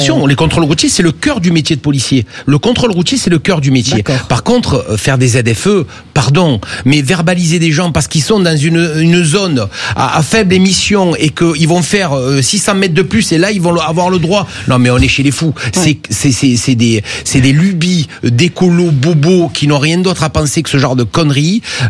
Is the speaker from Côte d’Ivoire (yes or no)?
no; Marseille, Provence-Alpes-Côte d'Azur, France; en tant que Marseillais.